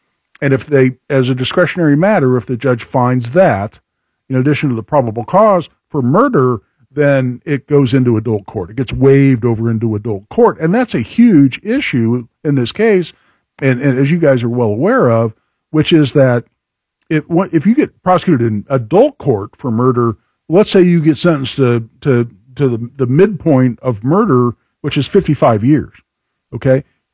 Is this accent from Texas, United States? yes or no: no; Carmel, Indiana, United States; Mayor Sue Finkham up in my neck of the woods, my hometown, Carmel